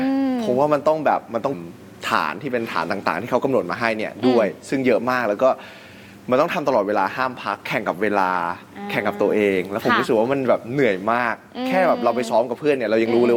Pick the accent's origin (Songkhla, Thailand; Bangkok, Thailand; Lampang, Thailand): Bangkok, Thailand; Bang Khun Thian; ใช่ก็คือเกิดและโตที่บางขุนเทียนเลยครับตอนเกิดเนี่ยอาจจะมาอยู่ที่บ้านอาม่าซึ่งก็อยู่ตรงเพชรบุรีตัดใหม